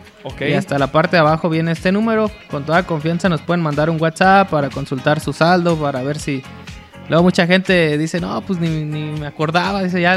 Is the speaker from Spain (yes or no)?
no; Mexico; como buenos mexicanos, dejamos todo al final